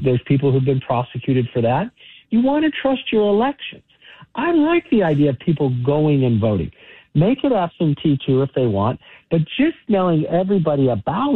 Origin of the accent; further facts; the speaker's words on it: California, United States; You know, in my years of growing up in California, this is the worst I've ever seen it.